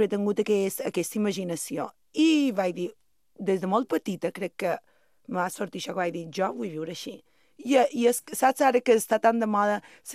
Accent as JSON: {"language": "Catalan", "area": "Mallorca", "region": "Balearic Islands", "country": "Spain", "said": "jo som molt mallorquina, som com molt de Mallorca."}